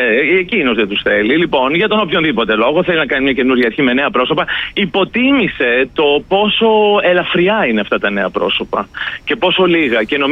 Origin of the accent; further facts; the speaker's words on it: Thessaloniki, Central Macedonia, Greece; εγώ, αν θέλετε, σας τα λέω ως Θεσσαλονικιός.